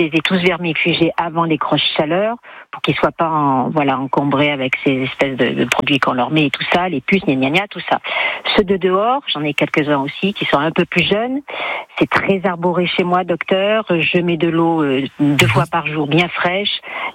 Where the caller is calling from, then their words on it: Beaumont-lès-Valence, Auvergne-Rhône-Alpes, France; j'habite sur Beaumont-les-Vadances.